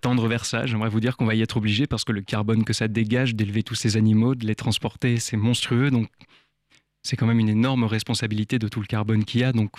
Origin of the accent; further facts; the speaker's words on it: Arcachon, Nouvelle-Aquitaine, France; moved away; also born or lived in Menton; je suis aussi du sud-ouest d'Arcachon, j'ai vécu à Menton, aux abords de Monaco